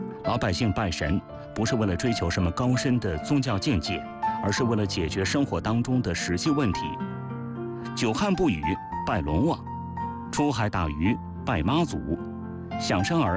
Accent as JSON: {"language": "Chinese", "country": "China", "said": "我们中国人"}